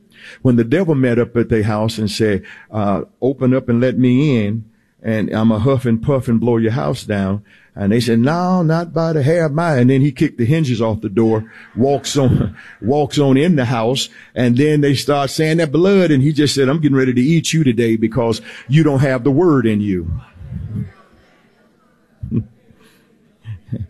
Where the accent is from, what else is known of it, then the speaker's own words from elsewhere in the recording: the South, United States; accent: southern; I'm speaking English. May have a southern accent to it a little bit